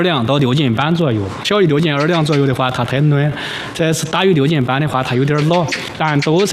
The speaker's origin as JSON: {"language": "Chinese", "town": "Ankang", "region": "Shaanxi", "country": "China", "tie": "born or raised there", "moved": "yes", "said": "我老家陕南安康"}